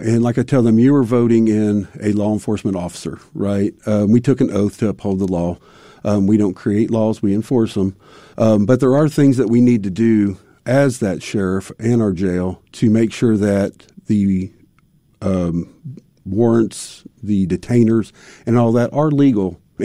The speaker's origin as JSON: {"language": "English", "town": "Indianapolis", "region": "Indiana", "country": "United States", "tie": "born or raised there", "said": "I was born and raised in Marion County."}